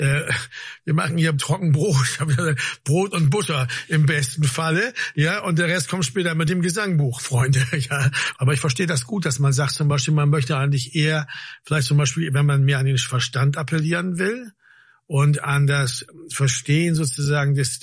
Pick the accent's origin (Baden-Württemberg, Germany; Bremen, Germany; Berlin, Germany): Bremen, Germany; als ich klein war, in der Neuen Pfarr, wo ich aufgewachsen bin. Da war am Ende der Straße, am Wendehammer, war die Christuskirche.